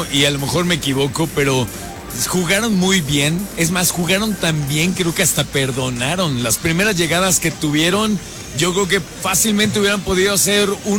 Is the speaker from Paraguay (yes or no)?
no; Mexico